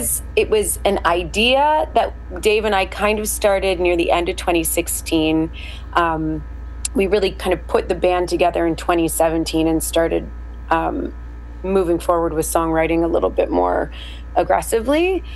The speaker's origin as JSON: {"language": "English", "region": "Ontario", "country": "Canada", "tie": "born or raised there", "said": "we've all spent the majority of our lives in Toronto. I was born and raised kind of on the outskirts of there in a few cities outside the big city."}